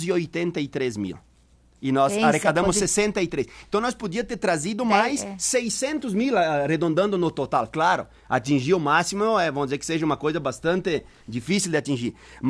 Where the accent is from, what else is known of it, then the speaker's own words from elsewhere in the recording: São João da Urtiga, Rio Grande do Sul, Brazil; Vou pegar a minha terra agora, São João da Ortiga, que é bem menor do que Sananduva, bem menor